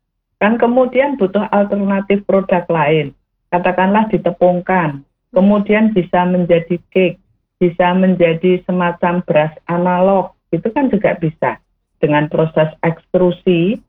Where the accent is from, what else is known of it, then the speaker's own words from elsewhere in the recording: Central Java, Indonesia; di Jawa Tengah kita kan punya pantai utara, pantai selatan.